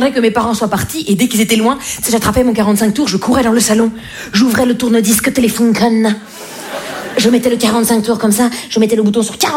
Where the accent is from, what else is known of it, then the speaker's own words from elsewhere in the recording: Grand Est, France; accent: Vosges; c'est mon accent vosgien qui remonte parfois. Mais du coup, vous imaginez, moi, enfant, la musique classique.